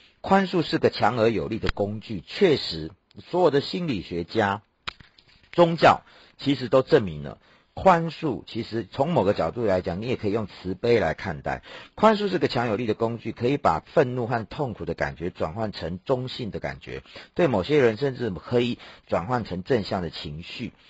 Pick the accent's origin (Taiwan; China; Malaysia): Taiwan; 就是我们台湾人喜欢讲诠释